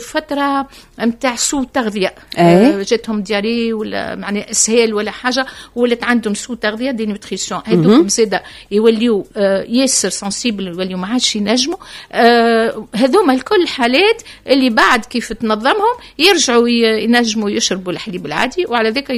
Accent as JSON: {"language": "Arabic", "country": "Tunisia", "said": "نحن في تونس"}